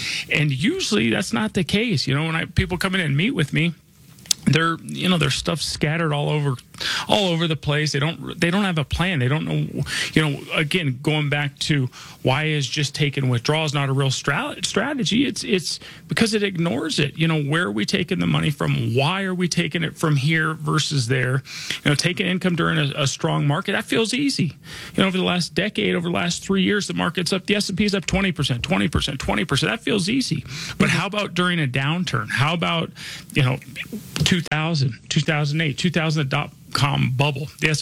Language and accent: English; Denver, Colorado, United States; I was born and raised here in Denver.